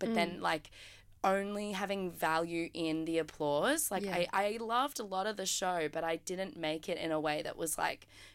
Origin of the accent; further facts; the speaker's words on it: Queensland, Australia; moved away; all of us Queenslanders, because we're both from Queensland